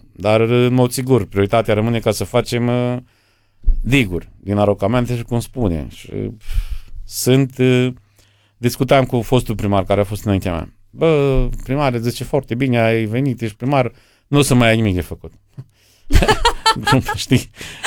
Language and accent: Romanian; Coșbuc, Bistrița-Năsăud, Romania; vă dați seama, sunt din Coșbuc.